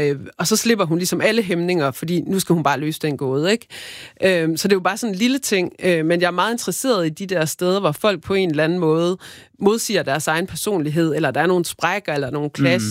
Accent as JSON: {"language": "Danish", "town": "Aarhus", "region": "Central Denmark Region", "country": "Denmark", "said": "jeg er jo fra Aarhus og har selv spillet fodbold, da jeg var barn"}